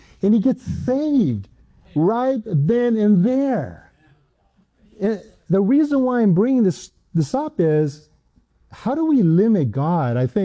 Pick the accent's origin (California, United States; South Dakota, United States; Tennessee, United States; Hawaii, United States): Hawaii, United States; I grew up in Hawaii. I was in Hawaii, and that's where I went to school.